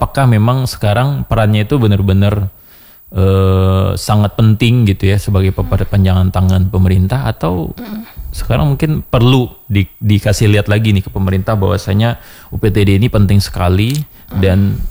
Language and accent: Indonesian; West Sumatra, Indonesia; padahal saya orang Minang.